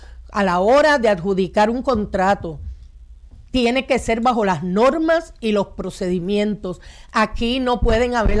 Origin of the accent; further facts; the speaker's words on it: Juncos, Puerto Rico; yo soy de Juncos